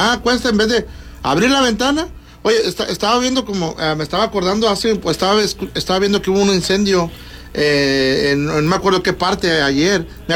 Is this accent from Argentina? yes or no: no; Mexico; Nosotros, especialmente como mexicanos